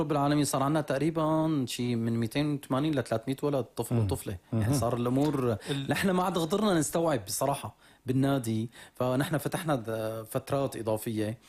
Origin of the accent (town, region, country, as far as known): Syria